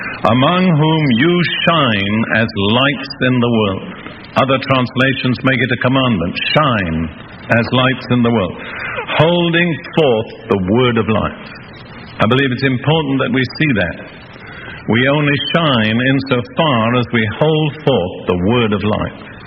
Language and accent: English; United Kingdom; I'm British